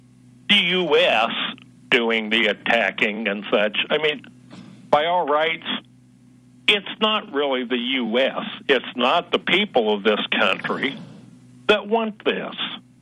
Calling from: Ohio, United States; from Ohio.

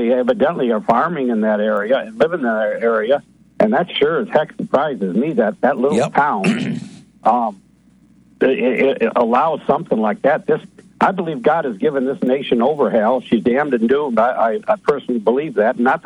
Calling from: Michigan, United States; in Michigan.

